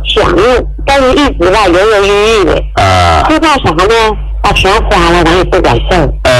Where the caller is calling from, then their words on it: Shenyang, Liaoning, China; 我是沈阳的